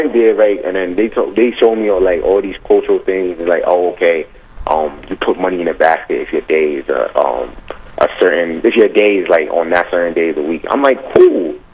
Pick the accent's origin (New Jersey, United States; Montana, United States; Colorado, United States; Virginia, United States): New Jersey, United States; Newark; Homegrown, but I'm from Newark, New Jersey